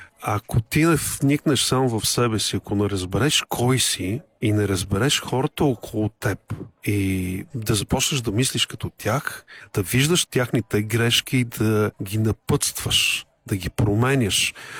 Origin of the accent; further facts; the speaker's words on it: Lovech, Lovech Province, Bulgaria; когато за пръв път приех на 29 години да стана директор на театъра в родния ми град Ловеч